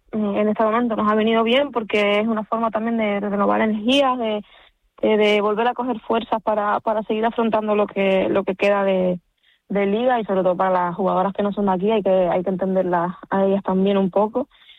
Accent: Canary Islands, Spain

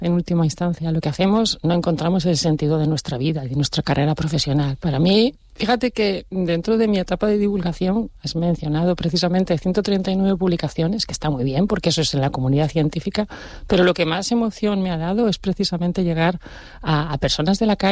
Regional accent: Spain; moved away as an adult; also born or lived in Quebec, Canada; Pero yo, siendo española

